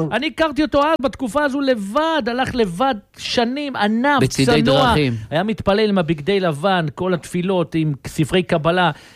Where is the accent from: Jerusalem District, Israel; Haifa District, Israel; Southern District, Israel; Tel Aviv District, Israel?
Jerusalem District, Israel; Jerusalem; שאני גדלתי בשכונת קריאת סנס בירושלים, איפה שאבי מימרן, ידידנו גדל גם